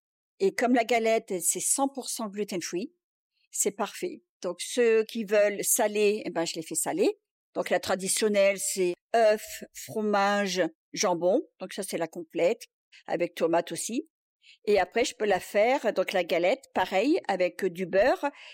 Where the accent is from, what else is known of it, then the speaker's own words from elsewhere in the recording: France; moved away; comme je suis française